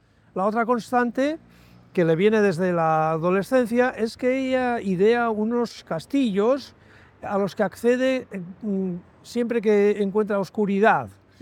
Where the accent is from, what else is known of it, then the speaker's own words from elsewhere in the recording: Basque Country, Spain; en mi tierra natal y en una época que también fue la mía